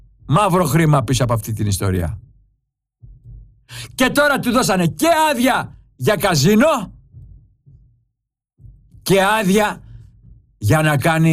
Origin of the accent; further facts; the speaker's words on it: Greece; σαν Έλληνας πολίτης φορολογούμενος